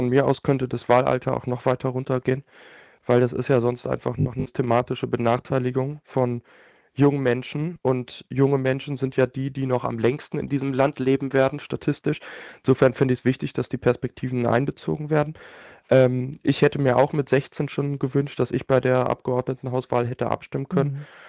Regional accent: Berlin, Germany; weil für mich ist es auch eine Heimat und ein Ort, wo ich aufgewachsen bin.

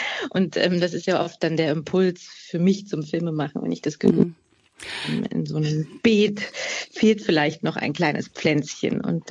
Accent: East Germany, Germany; ich komme selber aus Ostdeutschland

